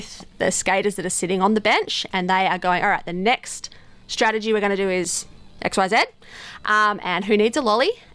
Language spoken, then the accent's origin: English; East Coast, Australia; So we'd I'm also from the East Coast, so like in NRL